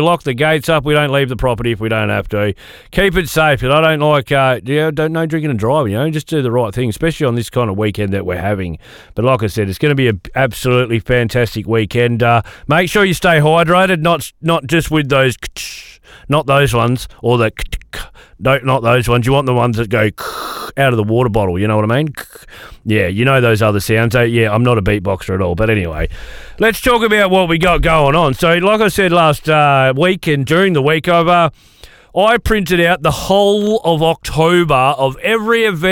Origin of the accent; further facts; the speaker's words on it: Queensland, Australia; born there; now in Broome, Australia; I was born in Queensland.